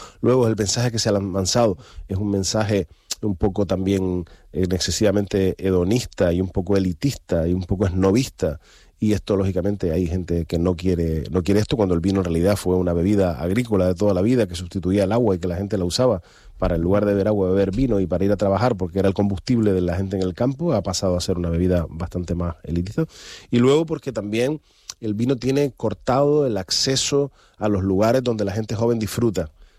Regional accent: Canary Islands, Spain; para mí lógicamente como canario

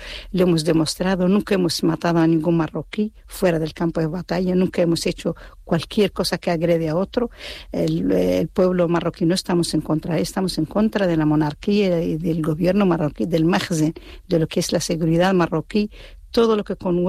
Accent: Western Sahara; now in Canary Islands, Spain; sabes que yo soy saharaui

